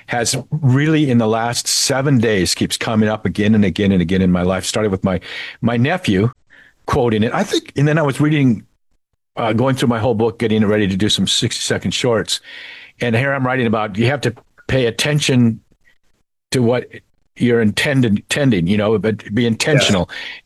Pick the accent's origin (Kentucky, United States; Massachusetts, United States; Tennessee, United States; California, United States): California, United States; Santa Cruz; moved away; Santa Cruz, where I never glistened with perspiration unless I was working up a sweat.